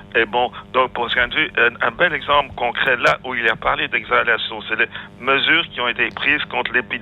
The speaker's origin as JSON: {"language": "French", "country": "Belgium", "said": "Enfin bon, moi je viens de la Belgique, donc je vais donner un exemple."}